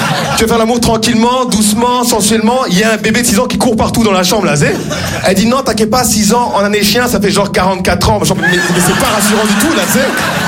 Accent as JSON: {"language": "French", "country": "Rwanda", "said": "Là, en ce moment, je suis un Rwandais content, mais là, en ce moment, je suis pas très content."}